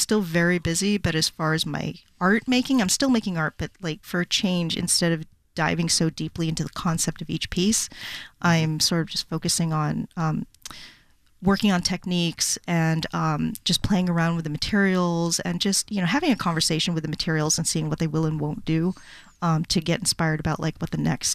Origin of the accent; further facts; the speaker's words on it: Philippines; I'm Filipina